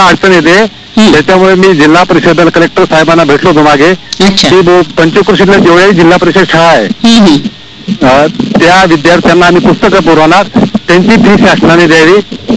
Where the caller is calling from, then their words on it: Nandurbar district, Maharashtra, India; नंदुरबार जिल्ह्यात तालुक्यात खरवळे या गावात बोलतोय.